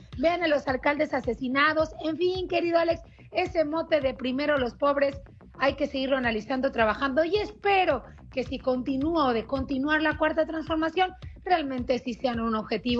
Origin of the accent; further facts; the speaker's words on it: Mexico; para que vean que en México somos hermanos, respetamos las opiniones